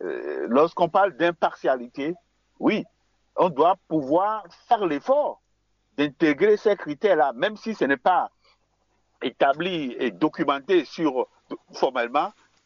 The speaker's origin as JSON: {"language": "French", "country": "Benin", "said": "mais je suis resté chez moi au Bénin."}